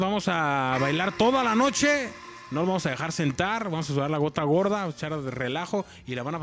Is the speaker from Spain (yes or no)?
no; Guadalajara, Jalisco, Mexico; Soy tapatío.